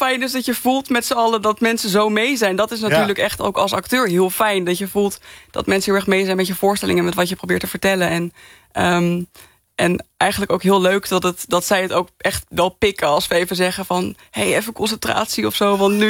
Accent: Arnhem, Gelderland, Netherlands; Ik kom zelf uit Arnhem. Ik heb wel familie ook in Twente, maar...

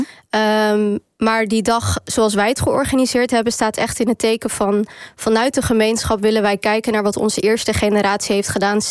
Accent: Capelle aan den IJssel, South Holland, Netherlands; Ik ben opgegroeid in de Molukse wijk in Capelle. Mm. En dat is voor mij echt wel de plek geweest waar ik mijn culturele identiteit als Molukse heb kunnen vormen.

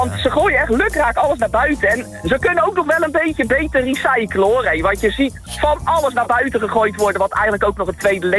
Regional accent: Rotterdam, South Holland, Netherlands; Echt geboren en getogen in het wijkje Feyenoord. En mijn ouders die wonen er nog steeds, waar ik ben geboren.

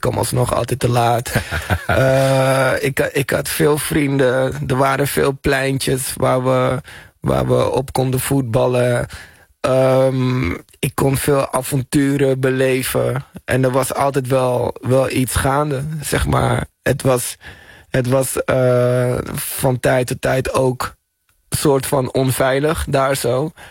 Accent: Amsterdam, North Holland, Netherlands; Ik ben geboren in Zuidoost, AMC. In de eerste paar jaar van mijn leven daar gewoond. Maar zolang ik me kan herinneren is het inderdaad Slotermeer.

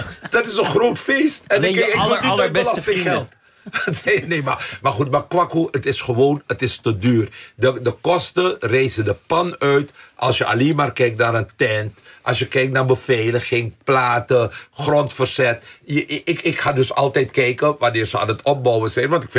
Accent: Amsterdam, North Holland, Netherlands; Ik ben Amsterdammer

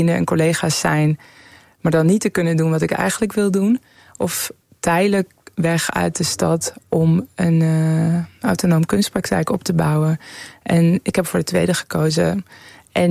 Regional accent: Tehran, Tehran Province, Iran; born or raised there; now in Netherlands

